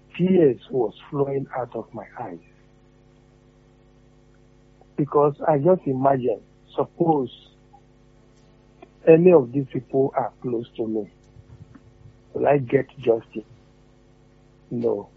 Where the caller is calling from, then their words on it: Nigeria; Coming from Oluguaru.